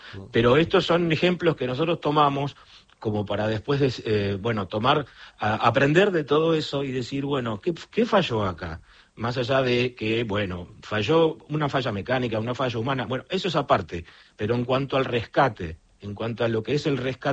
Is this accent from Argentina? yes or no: yes; Argentina; moved away; also born or lived in Colonia, Uruguay; mi licencia es de cuando yo soy argentino, de cuando yo vivía en Uruguay.